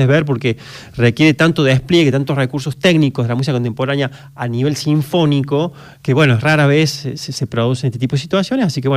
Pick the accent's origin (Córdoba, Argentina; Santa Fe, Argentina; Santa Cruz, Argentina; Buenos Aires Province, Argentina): Córdoba, Argentina; Somos de Córdoba